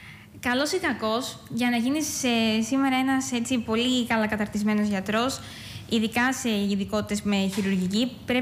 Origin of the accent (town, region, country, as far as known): Greece